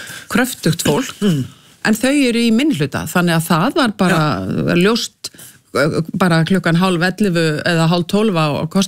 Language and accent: Icelandic; Reykjavik, Capital Region, Iceland; en ég uppalinn í Reykjavík, skólagangan var hérna í beðaltunni, sko.